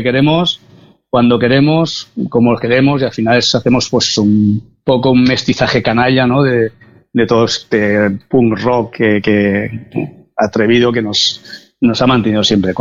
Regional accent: Xàtiva, Valencian Community, Spain; somos de Jatío

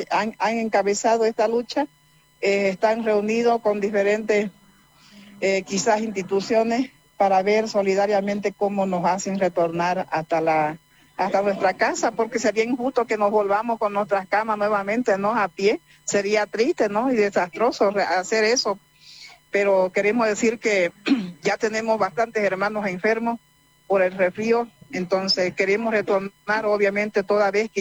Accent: Bolivia; nos corresponde como bolivianos, como indígenas.

